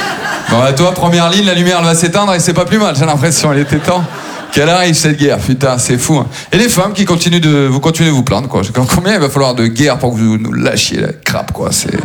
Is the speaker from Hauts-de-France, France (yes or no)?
yes; Maubeuge, Hauts-de-France, France; born or raised there